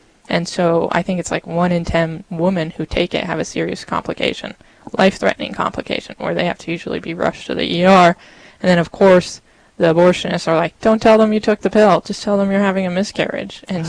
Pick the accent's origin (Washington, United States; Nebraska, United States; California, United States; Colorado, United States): Colorado, United States; moved away as an adult; now in North Dakota, United States; I'm from Colorado.